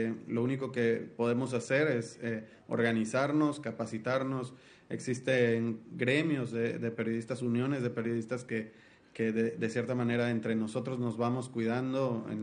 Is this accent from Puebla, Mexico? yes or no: no; Veracruz, Mexico; En el caso de Veracruz, de donde yo soy, solo el 31% de los casos tiene culpables en la cárcel.